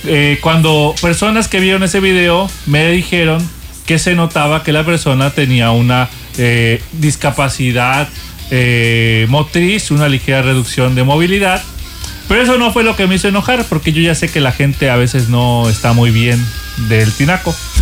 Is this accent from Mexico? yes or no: yes; Mexico; nosotros somos mexicanos